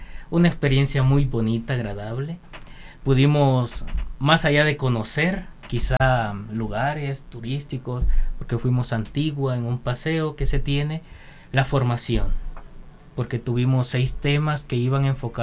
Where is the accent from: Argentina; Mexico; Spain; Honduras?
Honduras; Choluteca; moved away as an adult; now in Tegucigalpa, Honduras; Soy de Choluteca, entonces igual, por allá ahorita oscila entre 40 y 42 grados